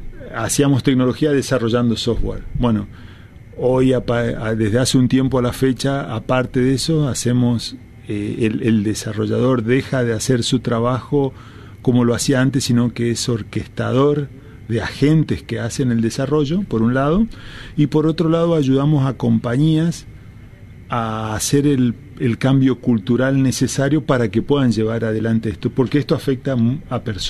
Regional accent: Chaco, Argentina; moved away; porque viajo seguido a mis pagos, soy del interior del Chaco.

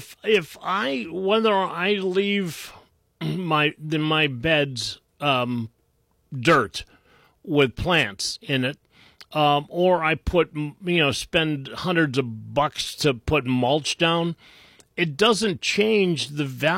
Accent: Willowick, Ohio, United States; I grew up in Willowick, which is just a little... the houses are basically one right next to the next and, you know, little cookie-cutter type things.

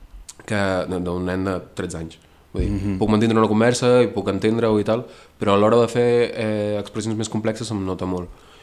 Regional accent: L'Arboç, Catalonia, Spain; que jo no soc de Tarragona, ja dic Tarragona per tal, però he sigut un poble petitó de 5.000 habitants, de l'Arbós

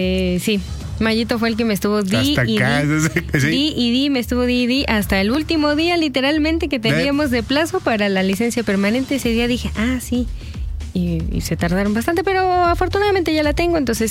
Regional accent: Mexico; Es que como buena mexicana hice todo a las meras 9.99

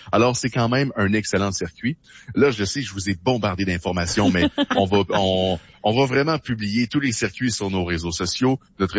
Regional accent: Quebec, Canada; On a toutes les expériences possibles chez nous au Bas-Saint-Laurent.

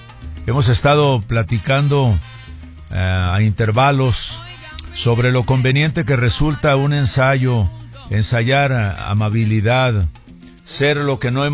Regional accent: Mexico

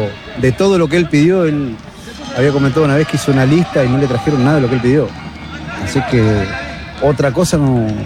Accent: Solano, Buenos Aires Province, Argentina; Yo soy de Solano. Solano, pero bueno, vengo a apoyar a Racing.

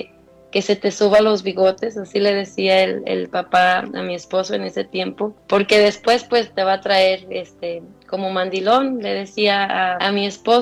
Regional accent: Mexico; moved away; Pero fue una experiencia dura, pero creo que necesaria para valorar mucho de lo que tenía en mi niñez en México, y acá pues no se nos daba.

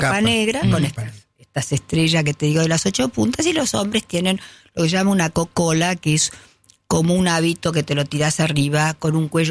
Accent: Argentina; Entonces, yo había pensado, digo … de la Argentina.

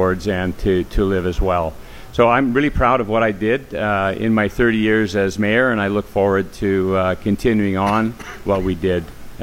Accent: Langford, British Columbia, Canada; I was born in Langford, raised in Langford, started my business in Langford. I come from a family of eight, and we lived in a one-bedroom house on Glen Lake Road, and that's where we grew up.

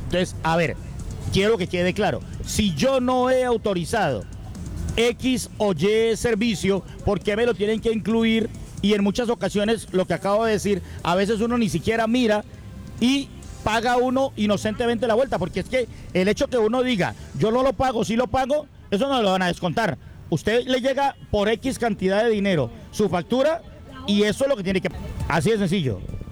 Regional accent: Cali, Valle del Cauca, Colombia; pero como caleño y como usuario también hago mi reclamación.

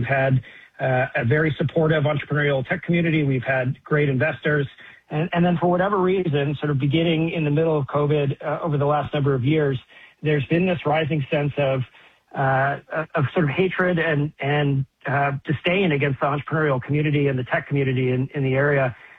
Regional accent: Tacoma, Washington, United States; You know, I grew up in Tacoma. I remember being in middle school, and I had to do a report on the startup community in Seattle.

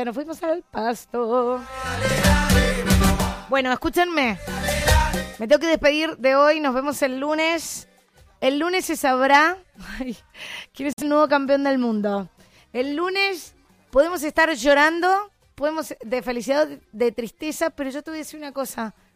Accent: Argentina; Obviamente somos argentinos.

